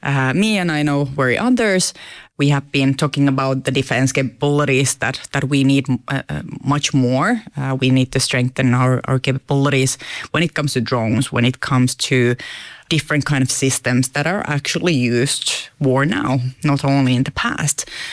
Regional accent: Finland; English is a second language; Well, I was born in Finland, 1985, and my mother raised me by herself.

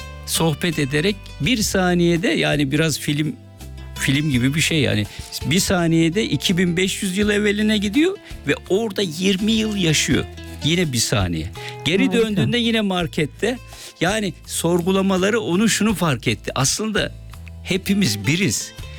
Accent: Aegean Region, Turkey; İşte Ege'ye götürdüm çünkü ben de Ege'liyim.

